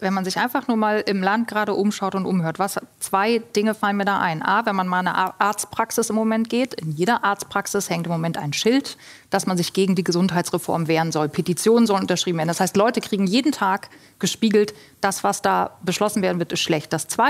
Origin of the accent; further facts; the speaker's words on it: Mecklenburg-Vorpommern, Germany; Das ist ultra schwer dort in der Fläche.